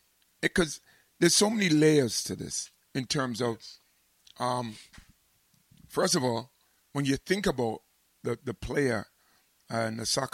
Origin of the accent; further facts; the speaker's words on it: England, United Kingdom; but for us as English people, football gods, rise up.